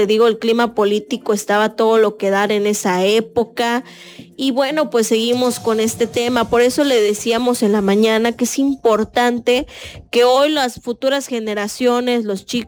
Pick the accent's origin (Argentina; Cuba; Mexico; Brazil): Mexico; Chiapas; somos chiapanecos también.